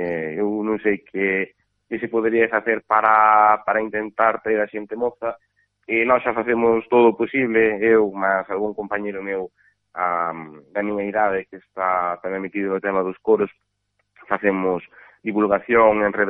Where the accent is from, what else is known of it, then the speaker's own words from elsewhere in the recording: Carballo, Galicia, Spain; además eu son daqui, pues son de Carballo